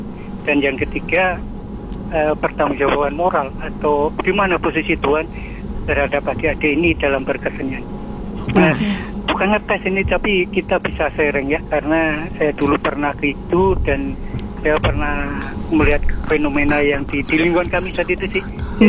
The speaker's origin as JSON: {"language": "Indonesian", "town": "Yogyakarta", "region": "Special Region of Yogyakarta", "country": "Indonesia", "moved": "yes", "said": "Jadi saya asal dari Jogja dan di sini perantau."}